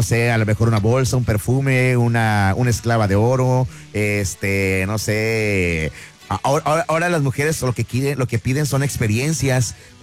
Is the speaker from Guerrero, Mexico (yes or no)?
yes; Acapulco, Guerrero, Mexico; Ah, yo soy de Acapulco … yo trabajo en la radio